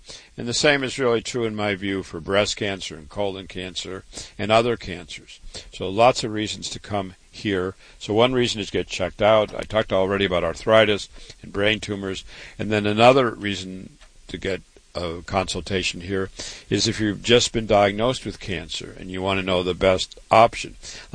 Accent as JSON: {"language": "English", "town": "Waterloo", "region": "Iowa", "country": "United States", "tie": "born or raised there"}